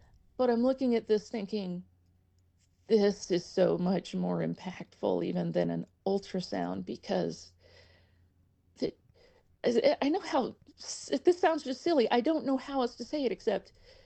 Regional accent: the South, United States; I grew up in the South

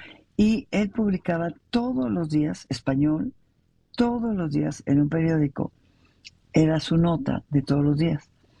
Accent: Mexico; Nos dividieron como mexicanos, diciéndonos que había pobres y había ricos.

